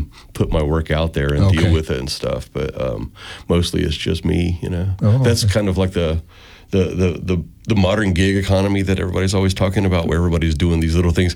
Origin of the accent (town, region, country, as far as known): Harahan, Louisiana, United States; born or raised there